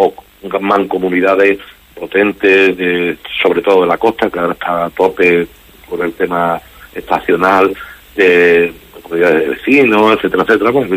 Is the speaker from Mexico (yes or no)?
no; Huelva, Andalusia, Spain; nosotros la sede la tenemos en Isla Chica, mi barrio, yo soy de Isla Chica, de la Plaza de Houston